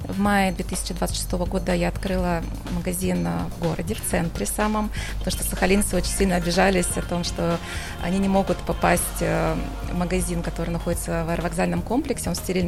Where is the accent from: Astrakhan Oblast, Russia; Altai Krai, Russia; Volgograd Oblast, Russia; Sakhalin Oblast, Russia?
Sakhalin Oblast, Russia; Korsakov; И в этом году состоялся такой первый круиз из моего родного города, из Корсакова.